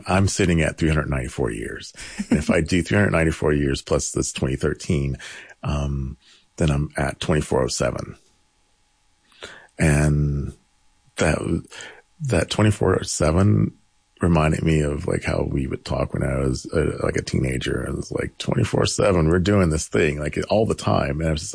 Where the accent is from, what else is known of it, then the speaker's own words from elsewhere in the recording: Georgia, United States; my hometown was the antebellum and Confederate capital of Georgia